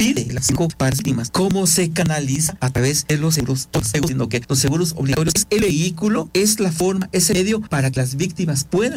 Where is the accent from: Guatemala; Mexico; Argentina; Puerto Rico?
Guatemala; estar conscientes de que esa cultura vial es lo que necesitamos como guatemaltecos también.